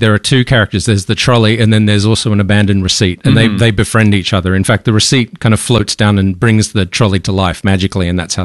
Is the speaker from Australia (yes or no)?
yes; Australia; we're Australian indie developers.